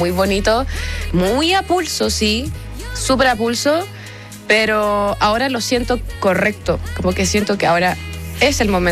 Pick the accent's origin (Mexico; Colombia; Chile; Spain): Chile; accent: Chilean Spanish; es lo mismo que yo hacía como en español chileno.